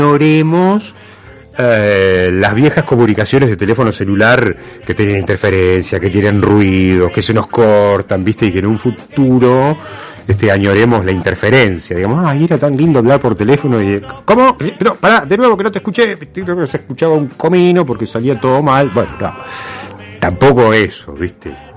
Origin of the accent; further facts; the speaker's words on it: Argentina; porque por sobre todas las cosas somos argentinos, porque por sobre todas las cosas estamos en la República Argentina